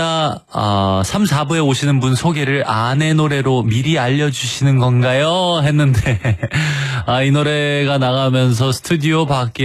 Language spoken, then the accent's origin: Korean; Daegu, South Korea; 내 고향 대구 가서 막창 먹고 싶어지네요.